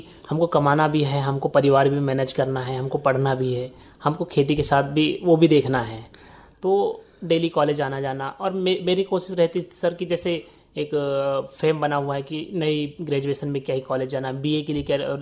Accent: Balaghat district, Madhya Pradesh, India; मैं ग्राम चुरली पोस्ट बोलेगांव तहसील लांजी जिला बालाघाट का निवासी हूँ।

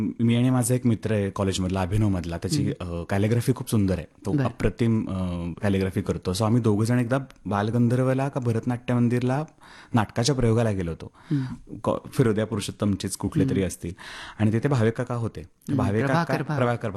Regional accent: Shirwal, Maharashtra, India; या सगळ्यामध्ये बालपण माझं, 10वीपर्यंत शिक्षण माझं शिरवळला झालेलं आहे.

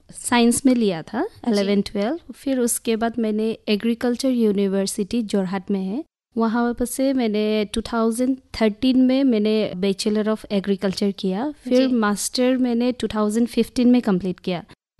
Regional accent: Diphu, Assam, India; moved away as an adult; also born or lived in Moran, Dibrugarh district / Mizoram; now in Haflong, India; मैं बेसिकली मैं डिफू से हूँ, मेरा स्कूलिंग भी डिफू से हुआ है। फिर मेरा शादी मोरान डिब्रूगढ़ डिस्ट्रिक्ट, वहाँ पे मेरा शादी हुआ है।

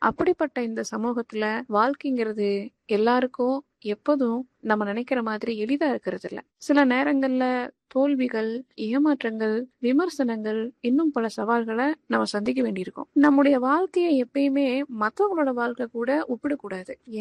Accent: Reddiyapatti, Tamil Nadu, India; நான் பிறந்து வளர்ந்தது எல்லாமே திண்டுக்கல் மாவட்டம் ஒட்டஞ்சத்திரம் வட்டம் ரெட்டியப்பட்டிங்கிற ஒரு கிராமத்துலதான். என்னுடைய குடும்பம் ஒரு விவசாய குடும்பம்

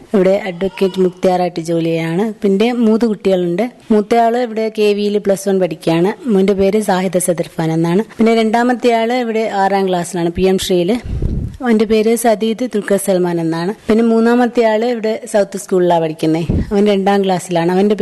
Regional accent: Amini, Lakshadweep, India; moved away as an adult; now in Kavaratti, India; ഞാൻ അമിനിദ്വീപ് സ്വദേശിയാണ്.

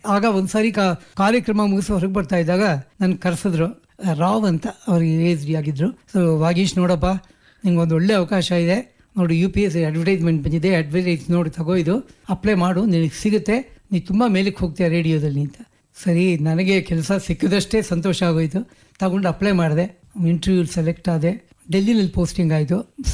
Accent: Bengaluru, Karnataka, India; moved away as an adult; also born or lived in Delhi; So ನನಗೆ ಆಸೆ ಇತ್ತು ಬೆಂಗಳೂರು ಬಂದು ಒಂದು ಸ್ವಲ್ಪ ದಿನ ನಮ್ಮ ಕಾಲ ಕಳಿಬೇಕು. ನಾನು ಅಲ್ಲಿ ಬೆಳೆದಿದ್ದು

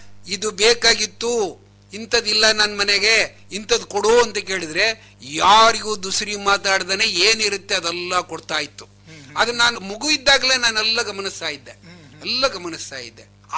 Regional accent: Karnataka, India; born there; now in Shivamogga, India

